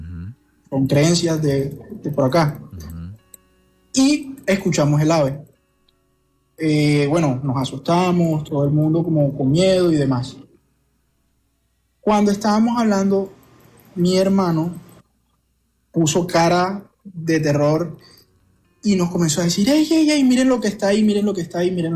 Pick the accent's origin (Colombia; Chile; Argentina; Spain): Colombia; Ciénaga, Magdalena; now in Barranquilla, Colombia; es en un pueblo del Magdalena, de donde yo soy oriundo, de Ciénaga Magdalena.